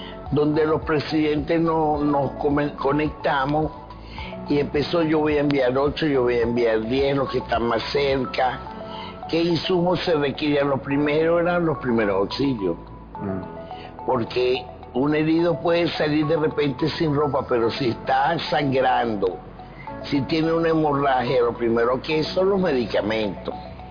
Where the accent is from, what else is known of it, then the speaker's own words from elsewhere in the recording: Venezuela; como venezolana que soy